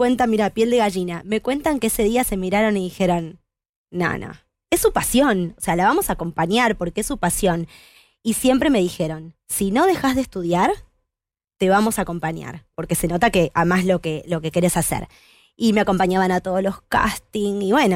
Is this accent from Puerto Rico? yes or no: no; Lanús, Buenos Aires Province, Argentina; also born or lived in Lomas de Zamora; En Lanús. Yo nací en Lomas, en realidad. Nací en Lomas, viví toda mi vida en Lanús con mi familia hasta mis 23 años.